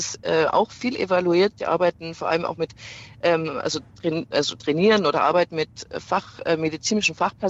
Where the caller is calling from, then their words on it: Regensburg, Bavaria, Germany; Ich komme auch aus Regensburg.